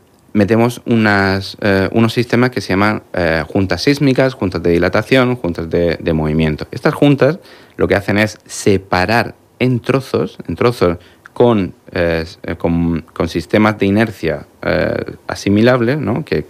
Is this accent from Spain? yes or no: yes; Region of Murcia, Spain; en España somos, la región de Murcia, tenemos mucha experiencia en España y en Europa